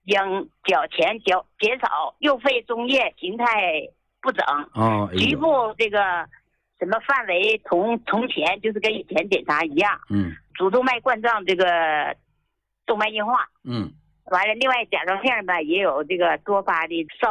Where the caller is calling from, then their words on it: Shenyang, Liaoning, China; 我是沈阳的。